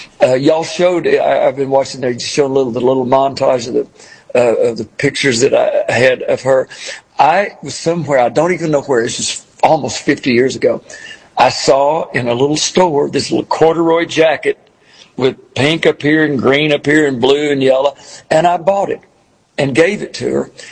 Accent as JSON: {"language": "English", "country": "Ireland", "said": "Absolutely. Well, she was, well, I'm Irish too."}